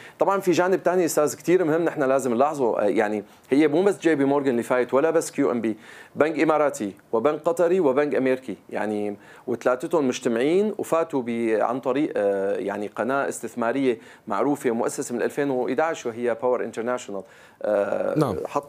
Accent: Syria; بعد إزالة جميع القيود وجميع العقوبات عن بلدنا سوريا

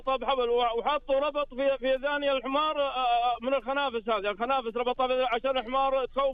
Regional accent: Makkah Province, Saudi Arabia; now in Medina, Saudi Arabia; هذا احنا بعد الطائف قريتنا.

